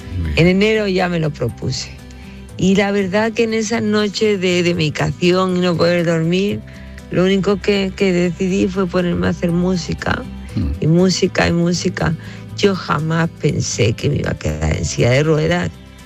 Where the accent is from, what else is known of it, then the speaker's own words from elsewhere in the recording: Spain; Digo, no, pues soy española.